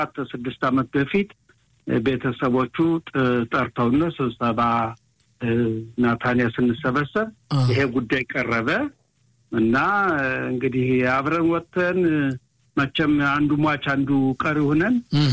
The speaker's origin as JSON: {"language": "Amharic", "town": "Wuzaba", "region": "Amhara", "country": "Ethiopia", "tie": "born or raised there", "said": "አንደኛ ውዛባ የሚባል ቀበሌ አብረን ነው ያደግነው።"}